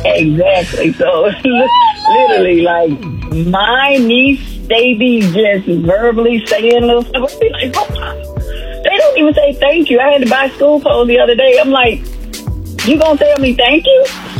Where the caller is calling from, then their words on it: Villa Rica, Georgia, United States; I am calling from Villarica, Georgia.